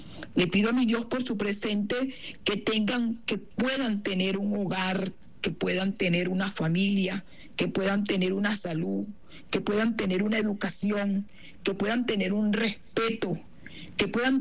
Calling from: Venezuela; mi pueblo de Venezuela

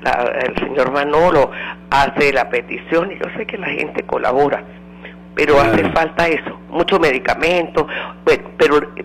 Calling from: Táchira, Venezuela; De Barrio Obrero.

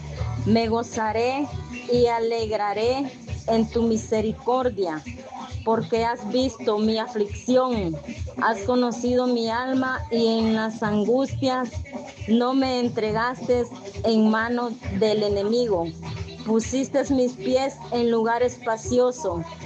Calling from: Jamalteca, Comayagua, Honduras; de Jamalteca

